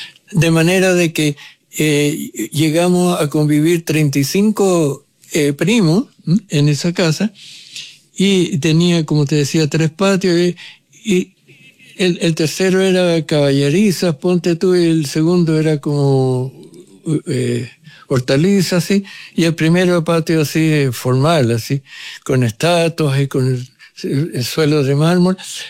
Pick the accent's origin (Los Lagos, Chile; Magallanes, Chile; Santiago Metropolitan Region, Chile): Santiago Metropolitan Region, Chile; Santiago; yo nací en Catedral con Teatino